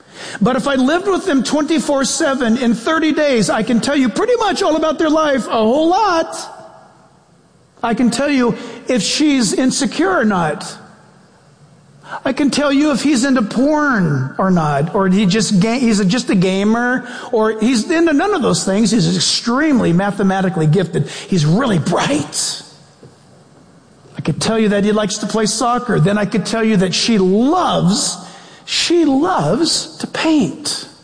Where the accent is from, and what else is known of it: United States; born there